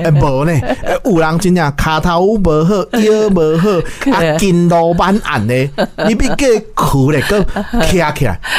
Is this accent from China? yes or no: no; Taiwan